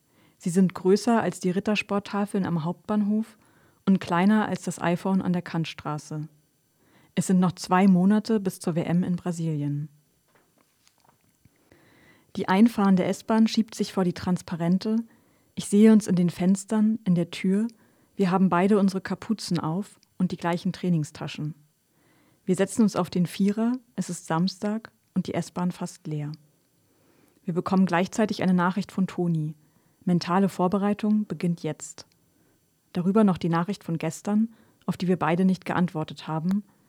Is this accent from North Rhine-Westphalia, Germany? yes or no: no; Berlin, Germany; moved away as an adult; now in Leipzig, Germany; ich lebe jetzt seit über 10 Jahren in Leipzig und fühle mich hier auf jeden Fall sehr zu Hause. Genau, aufgewachsen bin ich in Berlin. Da fühle ich mich vielleicht auch noch, ja, in beiden Städten fühle ich mich zu Hause